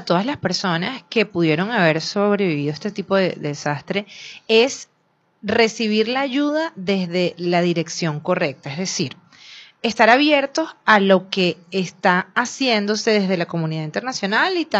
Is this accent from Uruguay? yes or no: no; Venezuela; no somos los mismos venezolanos.